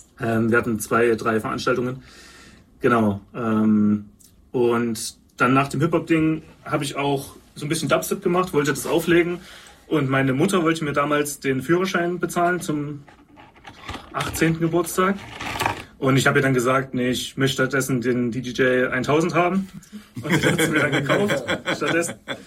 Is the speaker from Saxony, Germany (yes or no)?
yes; Leipzig, Saxony, Germany; weil der Stadtteil, wir kommen aus Bülitz-Ehrenberg, ist 04178.